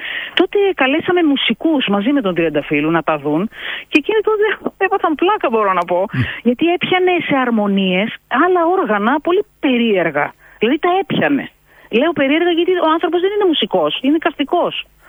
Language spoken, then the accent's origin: Greek; Greece; μόνο την ακούμε σαν Έλληνες.